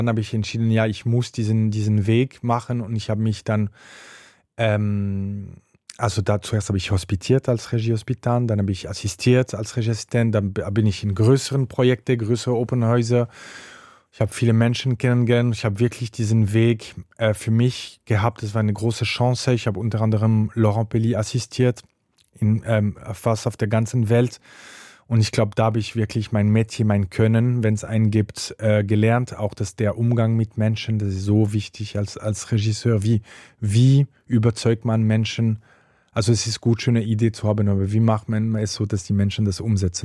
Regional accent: Fribourg, Switzerland; moved away as an adult; also born or lived in Zürich; Ich komme aus Fribourg, das ist schon die Provinz, eine tolle Stadt, aber schon die Provinz.

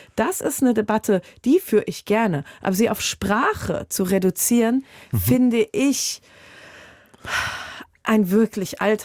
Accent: Hesse, Germany; Und ja, als Hessin meine ich auch Südhessisch.

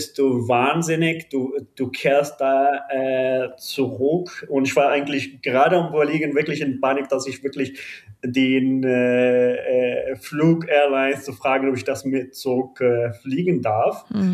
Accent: Syria; German is a second language; weil das ist der allererste Film, den ich überhaupt drehen durfte und das also in meinem Heimat und ohne großen Geheimdienstkontrolle oder so etwas.

